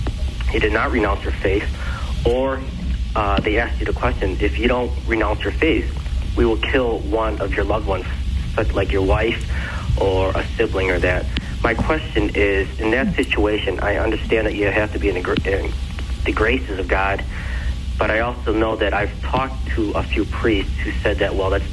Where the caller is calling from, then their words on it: Evergreen Park, Illinois, United States; I'm calling from Evergreen.